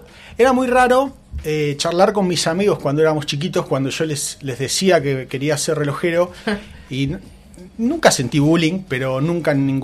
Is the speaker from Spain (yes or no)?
no; Cinco Saltos, Río Negro, Argentina; now in Bahía Blanca, Argentina; Yo nací y me crié en Cinco Saltos, provincia de Río Negro. Mis padres eran de Bahía Blanca.